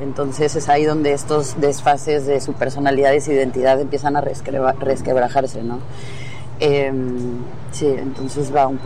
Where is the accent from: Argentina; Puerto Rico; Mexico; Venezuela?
Mexico; moved away; yo soy de México, y en México, esto está en la novela, pasa mucho, ¿no? Yo creo que aquí también, pero en México, que es donde yo crecí